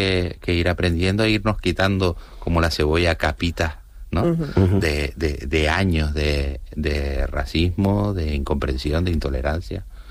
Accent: Spain

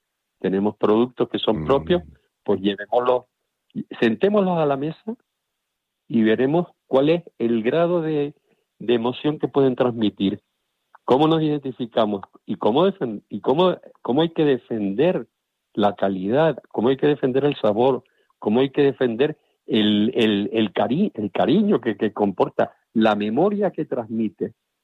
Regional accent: Santa Cruz de Tenerife, Canary Islands, Spain; Somos chicharreros porque somos de Santa Cruz.

